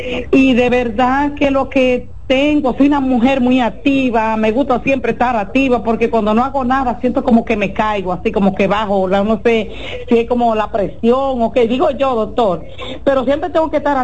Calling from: Higüey, La Altagracia, Dominican Republic; Yo le hablo desde Higüey.

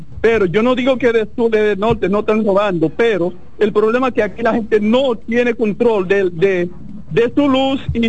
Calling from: Los Alcarrizos, Santo Domingo, Dominican Republic; Yo vivo en Los Alcarizos

